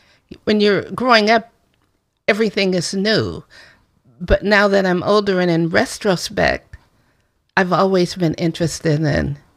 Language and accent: English; San Francisco Bay Area, California, United States; It's here in my hometown.